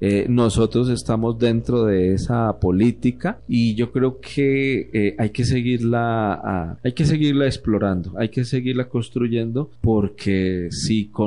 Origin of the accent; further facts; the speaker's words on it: Colombia; la manera como estamos viviendo hoy en día los colombianos